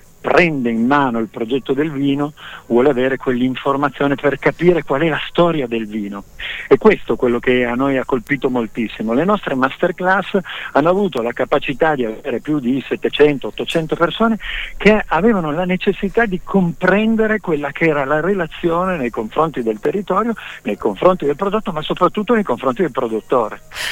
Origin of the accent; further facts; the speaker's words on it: Piedmont, Italy; Io parlo da piemontese e per me il tema del dolcetto e del Barbera era un vino che era il vino dei miei nonni